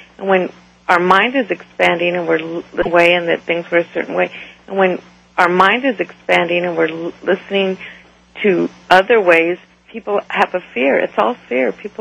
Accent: United States; Well, I'm an Apache, and I'm from the Lakota Dakota oral tradition, and we talk about prayer all the time and how powerful prayer is.

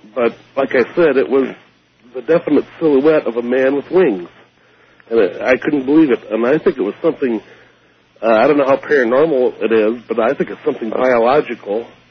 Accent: Wisconsin, United States; born there; now in Monroe, United States; we lived on a farm between Darlington and Schultzburg, Wisconsin, kind of a hilly farmland with small woods here and there.

